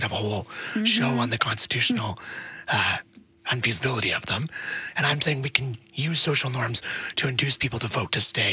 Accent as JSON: {"language": "English", "region": "Alberta", "country": "Canada", "said": "I'm a Canadian, I'm an Albertan"}